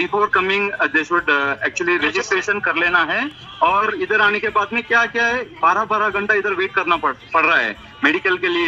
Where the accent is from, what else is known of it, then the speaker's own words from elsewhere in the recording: Hyderabad, Telangana, India; हम हैदराबाद से आए।